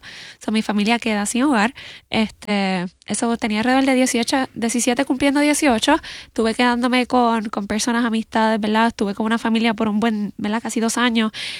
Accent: Naguabo, Puerto Rico; Yo soy de Naguabo.

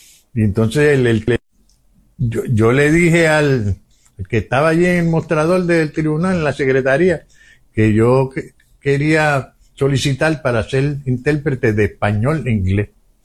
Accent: Puerto Rico; moved away; me siento boricua, puertorriqueño, que yo soy de aquí.

